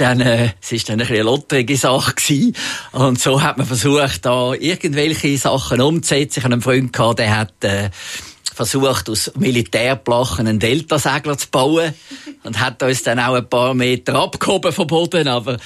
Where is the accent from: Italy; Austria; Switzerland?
Switzerland; Zurich; Aber natürlich bin ich aufgewachsen in Zürich und der Zoo war näher gewesen und ich war sehr viel im Zoo gewesen.